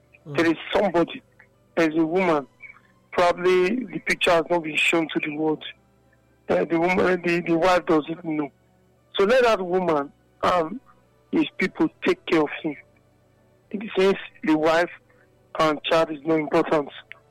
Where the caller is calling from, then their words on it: Benin City, Edo, Nigeria; I'm calling from Benin.